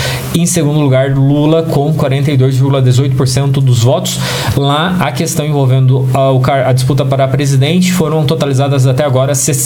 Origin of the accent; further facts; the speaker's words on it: Porto União, Santa Catarina, Brazil; Eu venho lá de Porto União, do Planalto Norte.